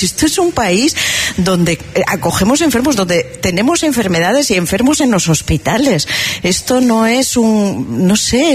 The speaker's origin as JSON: {"language": "Spanish", "country": "Spain", "said": "A mí me da vergüenza ajena y vergüenza propia como española"}